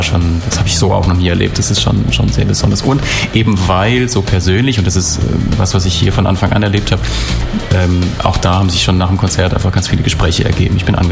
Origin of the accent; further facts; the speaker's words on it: Southwest Germany, Germany; die so ein bisschen eher aus meiner Heimat, nämlich aus Südwestdeutschland kommen